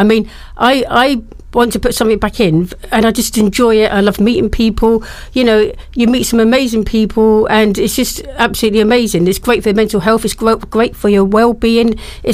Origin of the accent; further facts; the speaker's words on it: Windsor, South East England, United Kingdom; also born or lived in Hackney, London; I was actually there until I was about 5 years old, and then our family moved to Windsor, which is a lovely place to be brought up.